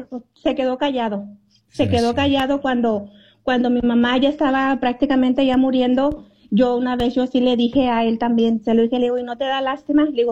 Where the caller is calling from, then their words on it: Michoacán, Mexico; Yo soy del estado de Michoacán.